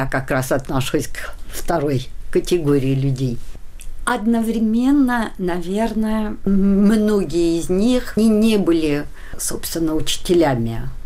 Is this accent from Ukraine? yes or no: no; Paris, Île-de-France, France; Родилась я в Париже, но вскоре родители купили очень старый дом конца 17 века за городом. 15 километров от Парижа